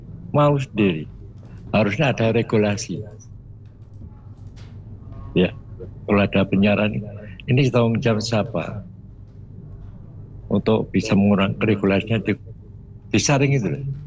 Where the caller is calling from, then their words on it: Boyolali, Central Java, Indonesia; Saya dari Boyolali.